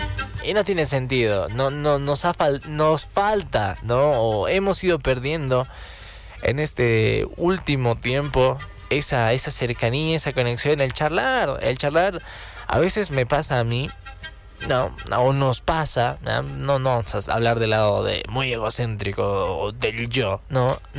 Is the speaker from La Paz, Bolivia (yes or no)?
yes; La Paz, Bolivia; Eso es propio de un paseño. Me animo a decirlo. El que busquemos el regate, el que regateemos, el que querramos bajar los precios.